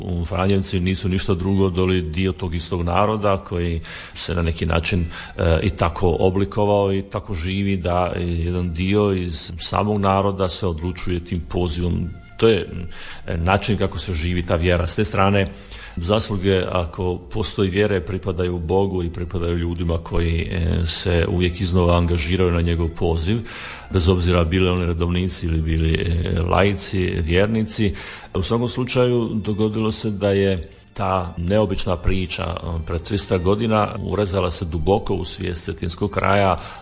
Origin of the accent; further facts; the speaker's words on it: Sinj, Split-Dalmatia County, Croatia; Ja sam sam rođen u Sinju, ja sam sam odrastao u jednoj svijesti da je sasvim razumljivo da postoji Sinj, da postoji to hodočasničko mjesto, da postoji svetište.